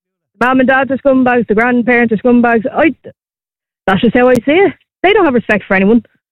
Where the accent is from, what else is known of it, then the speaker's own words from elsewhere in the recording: Dublin, Leinster, Ireland; I grew up in Finglas South. My bedtime lullaby was tires getting squealed around from drifting.